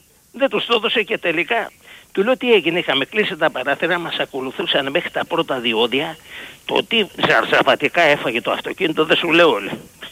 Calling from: Greece; εγώ μιλάω σαν Έλληνας.

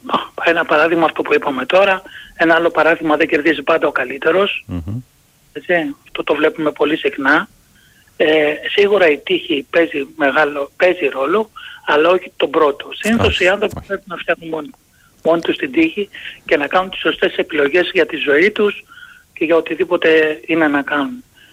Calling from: Mandra, Attica, Greece; Εγώ ζω εδώ πέρα στην πολύπαθη τη Μάνδρα

